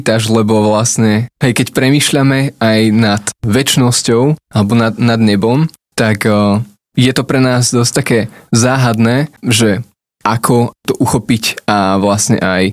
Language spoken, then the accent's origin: Slovak; Žilina, Žilina Region, Slovakia; moved away as an adult; also born or lived in Levice; now in Trnava, Slovakia; Spomínal som, že som zo Žiliny, tam som aj uveril v 18. Potom po svadbe s Tinkou sme žili v Leviciach 4,5 roka a teraz momentálne od roku 21 bývame v Trnave